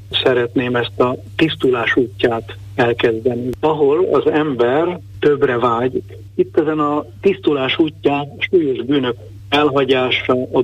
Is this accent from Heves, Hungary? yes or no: yes; Hasznos, Heves, Hungary; born there; now in Mátraszentimre, Hungary; ki vagyok én, 1964-ben születtem valóban, hasznosan egy kis faluban, a Mátrában